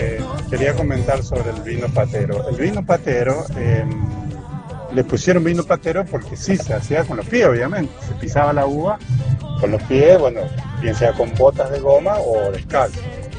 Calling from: San Juan, Argentina; yo soy sanjuanino

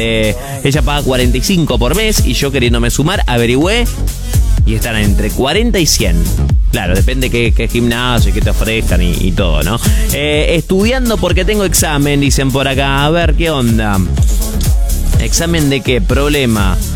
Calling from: Entre Ríos, Argentina; de Nuevo Ya, Entre Ríos.

